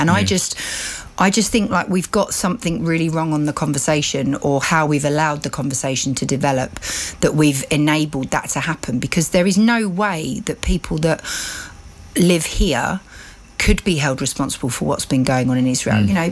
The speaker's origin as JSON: {"language": "English", "country": "United Kingdom", "said": "maybe it's because I'm a Brit"}